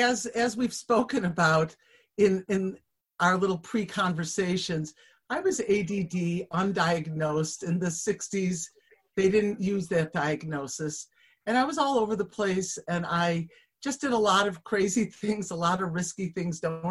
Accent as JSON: {"language": "English", "town": "Buffalo", "region": "New York", "country": "United States", "tie": "born or raised there", "moved": "yes", "said": "So I'm from Buffalo, New York, and I came back to Buffalo. And I was brought up in a suburb right near here to Reform Jewish parents."}